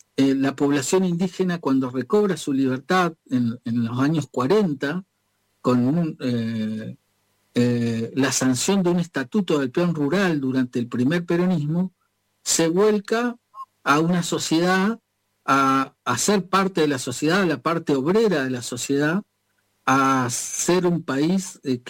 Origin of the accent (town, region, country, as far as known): Argentina